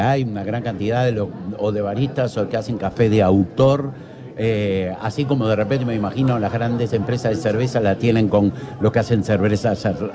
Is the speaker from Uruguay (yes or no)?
yes; Uruguay; ¿qué tan cafeteros somos los uruguayos?